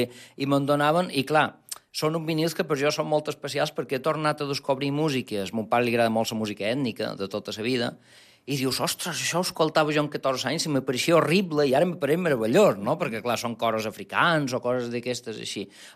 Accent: Búger, Balearic Islands, Spain; accent: Bujarró (Búger, Mallorcan); Catalan is a second language; Estic molt orgullós del meu accent Bujarró. Sí. Jo vaig arribar a Buja en 13 anys sense saber ni una paraula de mallorquí.

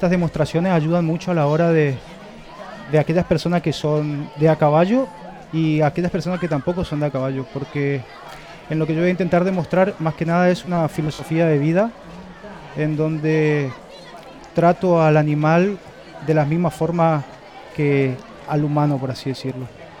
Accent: northern Argentina, Argentina; yo soy de Argentina, del norte de Argentina. Vengo de una familia muy tradicional, una familia gaucha del norte

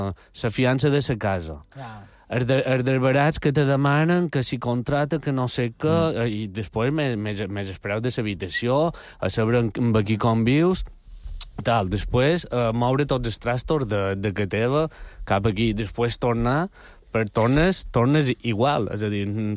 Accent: Balearic Islands, Spain; No, jo soc mallorquí.

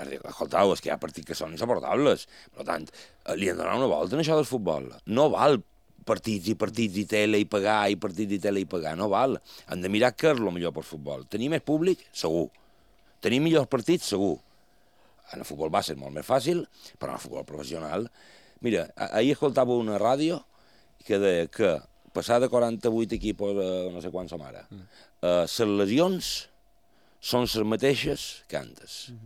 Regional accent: Palma, Balearic Islands, Spain; born there; Jo sortia de cantatge i m'anava a peu fins a en Lluís Sitjà.

